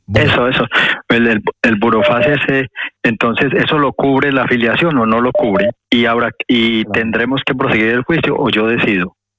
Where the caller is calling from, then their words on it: Madrid, Community of Madrid, Spain; muy buenos días desde Madrid.